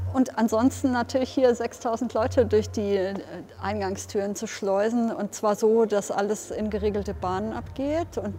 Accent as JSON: {"language": "German", "town": "Kaiserslautern", "region": "Rhineland-Palatinate", "country": "Germany", "tie": "born or raised there", "moved": "as an adult", "said": "ich bin in Kaiserslautern groß geworden. Es war relativ trist in den 80ern."}